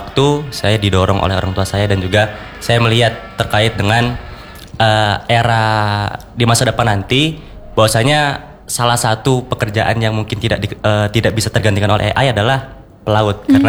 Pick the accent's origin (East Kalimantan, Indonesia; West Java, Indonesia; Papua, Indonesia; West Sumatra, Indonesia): West Java, Indonesia; Asal saya dari Jawa Barat.